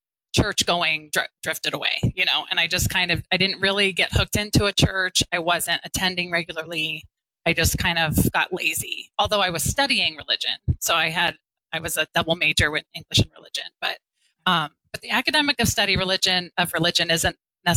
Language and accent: English; Cincinnati, Ohio, United States; even though I was from Cincinnati.